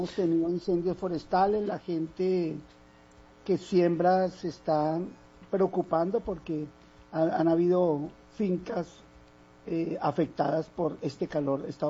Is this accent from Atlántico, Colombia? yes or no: no; Bogotá, Colombia; moved away; yo como hablo como persona que soy de Bogotá